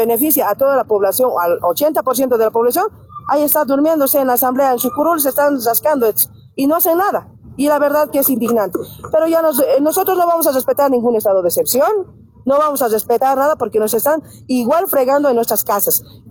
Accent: Bolivia; somos pueblo y nosotros somos bolivianos

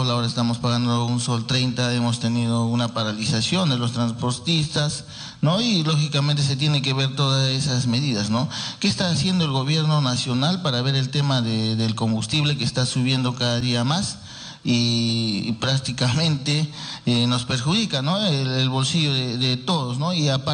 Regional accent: Yumina, Arequipa, Peru; born there; alguien que estudiaba en una escuela rural de Yumina, por el lado de Sabandía

